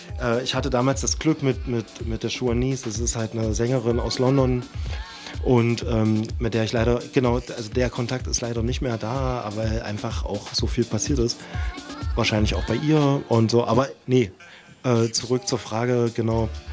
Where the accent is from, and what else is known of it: Dessau, Saxony-Anhalt, Germany; born or raised there; now in Leipzig, Germany